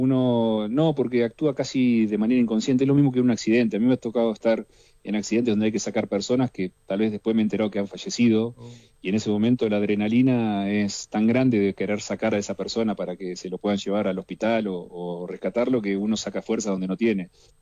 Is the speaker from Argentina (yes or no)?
yes; Tandil, Buenos Aires Province, Argentina; Porque hay muchas ciudades, por ejemplo, a ver, yo soy de Tandil.